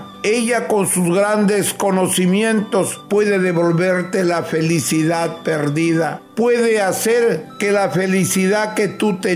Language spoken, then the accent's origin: Spanish; northern Peru, Peru; como buen norteño que soy.